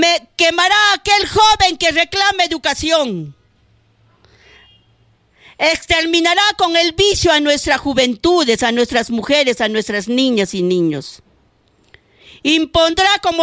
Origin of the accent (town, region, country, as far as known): Peru